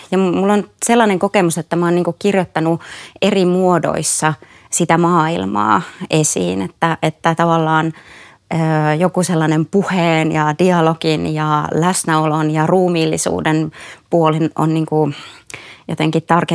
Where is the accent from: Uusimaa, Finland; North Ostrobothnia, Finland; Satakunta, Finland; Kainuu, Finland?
Kainuu, Finland; mä oon itse kotoisin Kainuusta ja se on mulle tuttua, niin kuin tuttua maisemaa